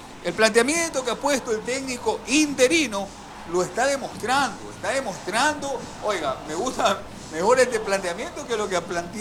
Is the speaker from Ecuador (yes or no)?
yes; Ecuador; somos ecuatorianos